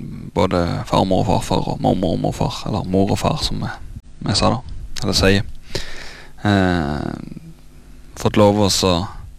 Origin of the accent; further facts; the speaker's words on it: Karmøy, Rogaland, Norway; Født og oppvokst på Karmøy. Det jeg. På Veavågen.